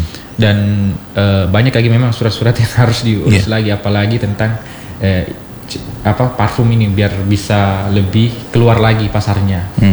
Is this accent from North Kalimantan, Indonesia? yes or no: no; Malang, East Java, Indonesia; born there; moved away; also born or lived in Baru; Kalau saya asli apa, lahir di Malang Pak.